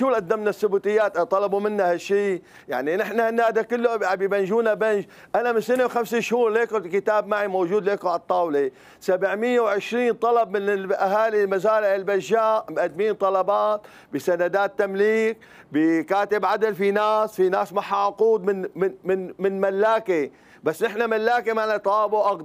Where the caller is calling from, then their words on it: Syria; انا سوري حر، … انا كل سوريا بتمثل الي، انا سوري حر